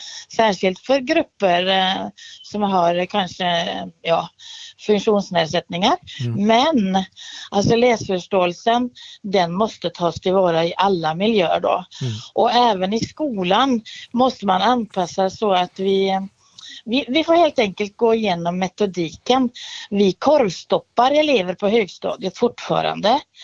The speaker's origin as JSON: {"language": "Swedish", "country": "Norway", "said": "I Norge, där jag kommer ifrån ursprungligen, så har vi ofta två lärarsystem."}